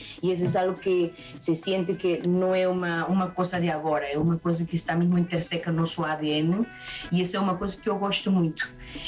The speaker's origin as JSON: {"language": "Portuguese", "country": "Peru", "said": "Portanto, sim, nós somos peruanos, tipo, não só a serra."}